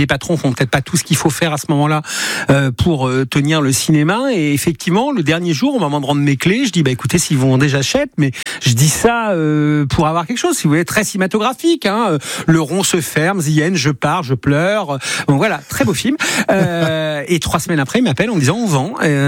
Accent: Elbeuf, Normandy, France; born or raised there

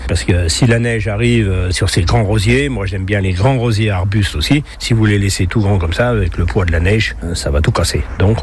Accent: Auvergne-Rhône-Alpes, France; tout au moins chez nous, en Haute-Savoie.

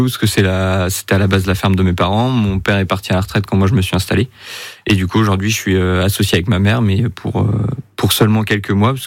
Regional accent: Pays de la Loire, France; J'ai quitté la Mayenne, je suis resté en France, mais j'avais envie de voir plein de choses.

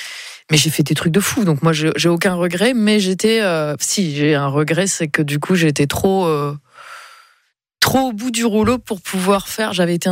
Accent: south of France, France; Attends, je suis du Sud.

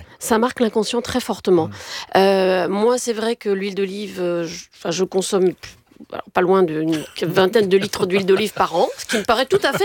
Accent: Tunisia; born there; Alors c'est un peu étonnant parce qu'effectivement moi j'ai des racines plutôt du nord, mais mes parents se sont rencontrés en Tunisie où je suis née. On a vécu là jusqu'à ce

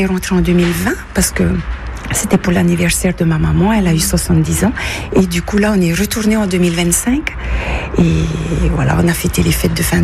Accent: Moorea, Windward Islands, French Polynesia; now in France; Je viens de la Polynésie française et je suis originaire de l'île de Mouria, qui est l'île sœur de Tahiti.

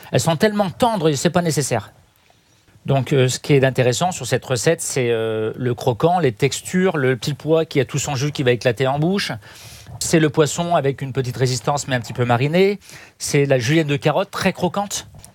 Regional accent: Auvergne-Rhône-Alpes, France; Je suis originaire d'Auvergne, j'aurais envie de faire un lait de noix à l'automne

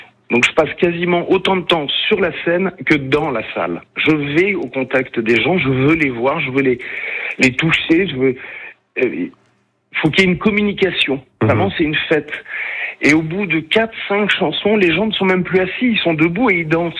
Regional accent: France; revenir enfin chez moi en France et dans une région que j'apprécie énormément puisque j'y passais toutes mes vacances, la Provence.

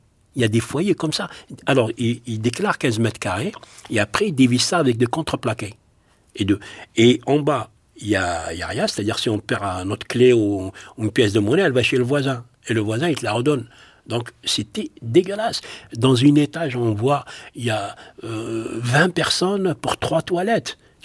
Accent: Algeria; now in France; C'est-à-dire, on a quitté l'Algérie, on a pensé c'est fini, on ne les trouve plus, on les a trouvés dans le foyer.

